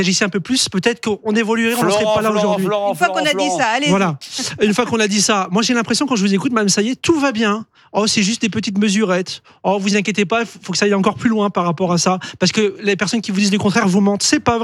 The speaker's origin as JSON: {"language": "French", "town": "Aix-en-Provence", "region": "Provence-Alpes-Côte d'Azur", "country": "France", "said": "Dans le sud d'Aix-en-Provence. Il y a du soleil."}